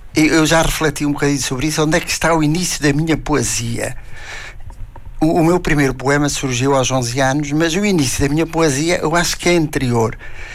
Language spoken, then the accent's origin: Portuguese; Jales, Vila Real, Portugal; E eu sou de uma aldeia de Minas de Jaltes, que era uma aldeia mineira, entre as montes.